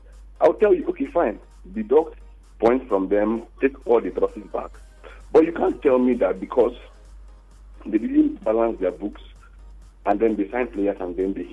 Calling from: Port Harcourt, Rivers, Nigeria; I'm calling from Port Harcourt.

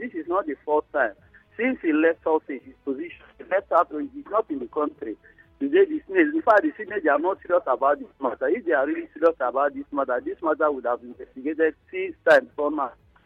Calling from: Buguma, Rivers, Nigeria; calling from Buguma City in outside of the local government.

